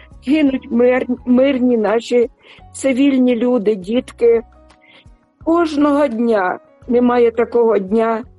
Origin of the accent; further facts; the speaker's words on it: Sumy, Sumy Oblast, Ukraine; moved away; я хочу передати вітання на Україну, у моє рідне місто Суми.